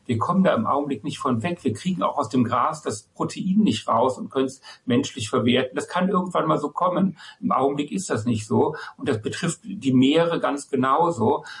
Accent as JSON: {"language": "German", "region": "North Rhine-Westphalia", "country": "Germany", "tie": "born or raised there", "said": "dann würde man in meiner Heimat im Bergischen Land östlich von Köln keine Landwirtschaft mehr betreiben können."}